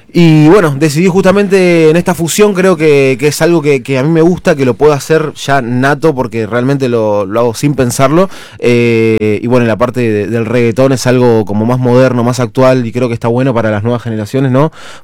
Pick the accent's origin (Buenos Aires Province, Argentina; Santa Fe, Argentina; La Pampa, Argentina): Buenos Aires Province, Argentina; José León Suárez; José León Suárez.